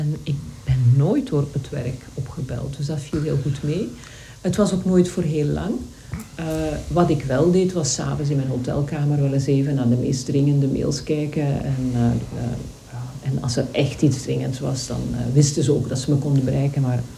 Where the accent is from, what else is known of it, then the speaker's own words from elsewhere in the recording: Flanders, Belgium; Want ik ben een wandelaar van Vlaanderen. Veel bergen hebben wij niet.